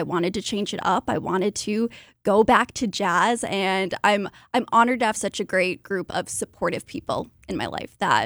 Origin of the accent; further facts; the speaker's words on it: Onalaska, Wisconsin, United States; I grew up on the west side, born and raised in Onalaska, went to school in Viterbo.